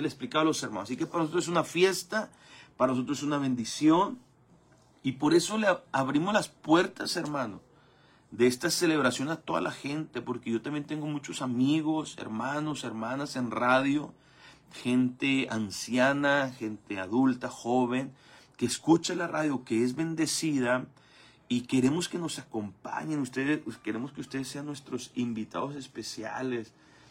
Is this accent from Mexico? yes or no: yes; Mexico; así somos los mexicanos